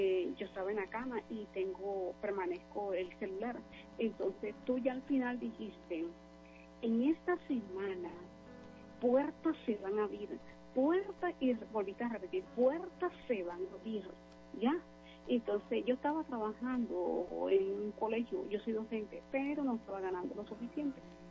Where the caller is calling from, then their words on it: Mompox, Bolívar, Colombia; De Monpo Bolívar.